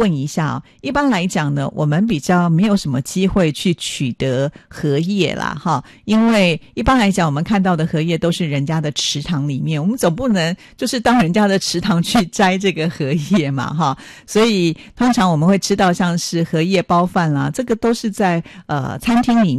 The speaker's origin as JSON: {"language": "Chinese", "country": "Taiwan", "said": "我来自台湾嘛"}